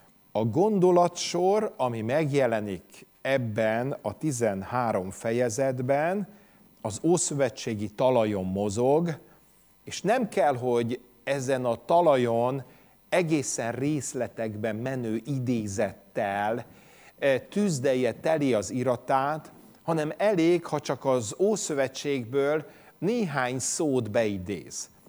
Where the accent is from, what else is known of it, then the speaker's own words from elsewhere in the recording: Hungary; born there; akik itt születtünk, tudjuk, hogy ez a nemzeti himnuszunkból